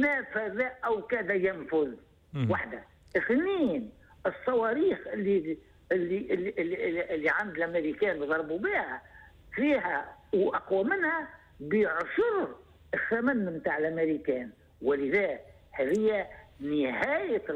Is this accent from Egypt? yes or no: no; Tunisia; الشيء اللي يحزنني كتونسي كعربي كمسلم